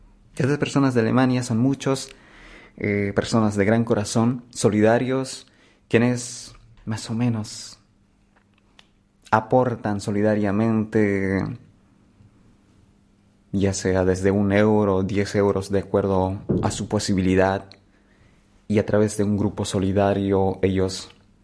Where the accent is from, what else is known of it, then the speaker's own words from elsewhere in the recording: Cochabamba, Bolivia; now in Germany; se encuentra en la ciudad o en el departamento de Cochabamba, que es también el corazón de Bolivia. Vengo de una región de los Andes, indígenas quechuas aymaras